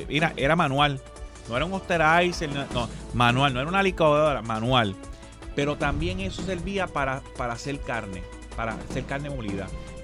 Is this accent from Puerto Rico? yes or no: yes; Quebradillas, Puerto Rico; allá en el oeste, yo vengo de Quebradilla